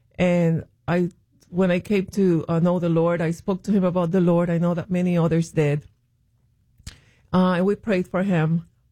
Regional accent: Puerto Rico; This is in Puerto Rico, from the city to my hometown, which is his hometown. It's a two-hour drive.

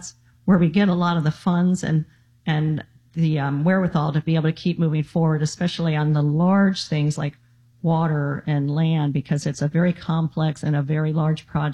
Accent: Miami, Florida, United States; moved away as an adult; also born or lived in Jacksonville, Florida / Nashville, Tennessee / West Palm Beach, Florida / California; now in Stuart, United States; I was born in Jacksonville, Florida. I was raised in Miami.

